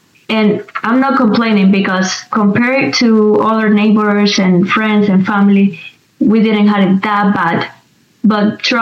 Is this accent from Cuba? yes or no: yes; Cuba; Yeah, so I was born when the communist regime was already in place, so I never knew the Cuba before communism.